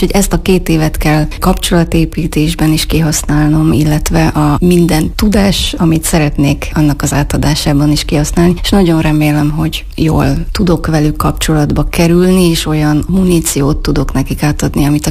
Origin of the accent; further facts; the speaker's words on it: Sajóvelezd, Borsod-Abaúj-Zemplén, Hungary; Én eredendően borsodi vagyok, egy kis gömöri vagy bükkajai településről, Sajóvelezdről származom. Ez a szlovák határtól 25 kilométerre, Miskolc és Aktelek között